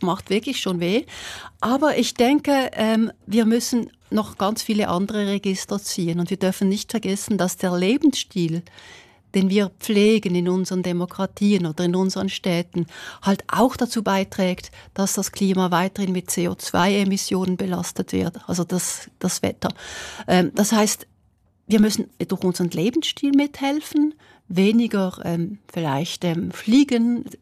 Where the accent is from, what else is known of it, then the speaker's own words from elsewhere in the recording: Switzerland; ja, aber als Schweizer Mädchen ist es mir schon noch wichtig, auch ein wenig teilzuhaben, sozusagen an dem, was passiert im eigenen Land.